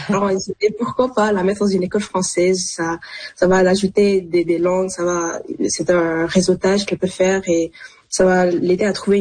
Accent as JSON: {"language": "French", "country": "Canada", "said": "notre identité canadienne"}